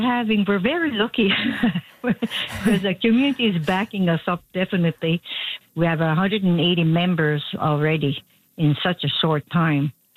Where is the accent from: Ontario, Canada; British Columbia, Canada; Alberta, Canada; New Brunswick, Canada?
New Brunswick, Canada; born or raised there